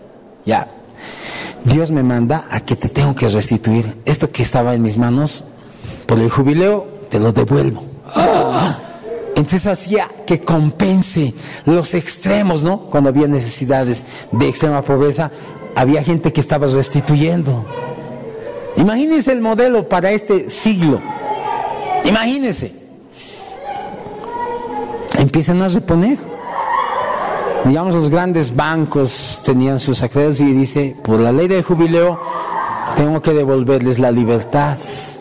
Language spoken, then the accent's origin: Spanish; Bolivia; Nosotros también somos bolivianos.